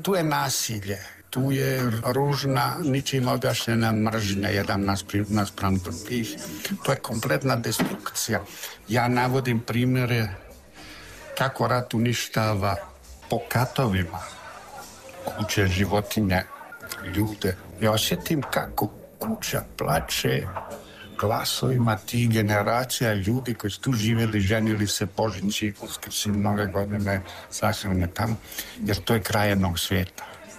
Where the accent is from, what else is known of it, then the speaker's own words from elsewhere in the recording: Bosnia & Herzegovina; now in France; u mojoj rodnoj Bosni 92. godine, potpuno gore na sjever u Savu